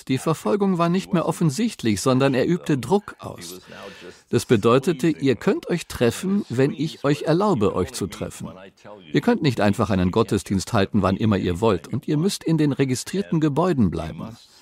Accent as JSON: {"language": "German", "country": "Canada", "said": "Und ich hatte zugestimmt, das Büro in Kanada als Kanadier für 5 Jahre zu leiten."}